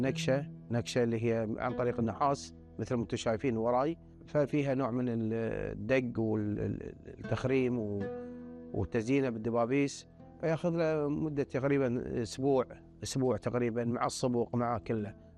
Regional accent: Kuwait; هنا عندنا بالكويت

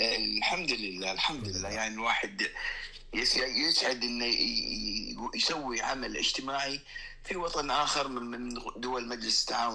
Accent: Kuwait; بلدي الكويت كرمتني

